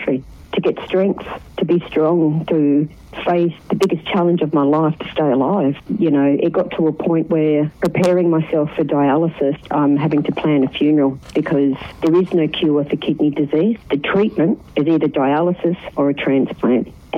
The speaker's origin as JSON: {"language": "English", "region": "South Australia", "country": "Australia", "said": "I'm from South Australia."}